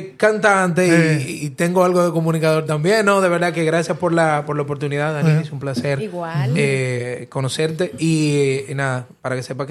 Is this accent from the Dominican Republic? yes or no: yes; Dominican Republic; Soy un cantautor dominicano